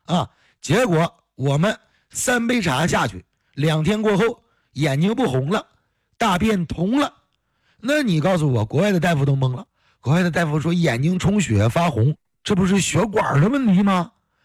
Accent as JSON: {"language": "Chinese", "country": "China", "tie": "born or raised there", "said": "骄傲的是什么？是我生长在中华呀，生长在中国呀，土生土长的中国人呢、啊。"}